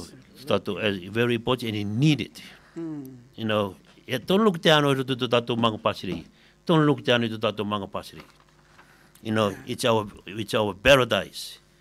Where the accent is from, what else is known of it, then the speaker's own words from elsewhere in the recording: Cook Islands; born there; I'm a Cook Island nationality. But irunga the passport, I am a New Zealander or Australian nationality. I'm an Australian citizen, I'm a New Zealand citizen. Place of birth? Cook Island.